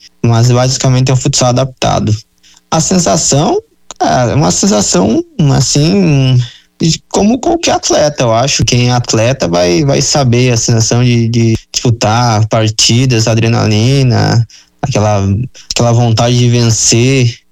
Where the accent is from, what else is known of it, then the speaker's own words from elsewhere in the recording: Rio Grande do Sul, Brazil; moved away as an adult; now in Canoas, Brazil; eu sou do interior do Rio Grande do Sul, aí cidade do interior ela não tem muito o contato com o esporte paralímpico, né?